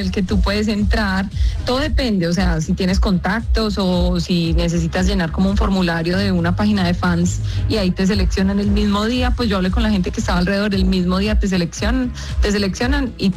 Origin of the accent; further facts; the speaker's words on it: Colombia; moved away as an adult; now in United States; yo era profesional en Colombia, yo cuando llegué a Estados Unidos